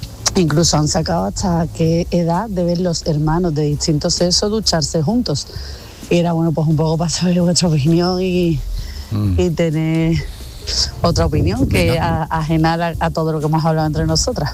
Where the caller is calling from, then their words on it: Seville, Andalusia, Spain; de Sevilla.